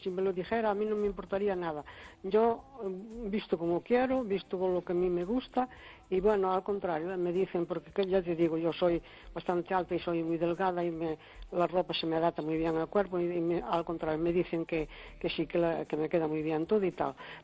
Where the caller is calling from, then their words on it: Cespón, Galicia, Spain; de Cespón, muy bien, gracias.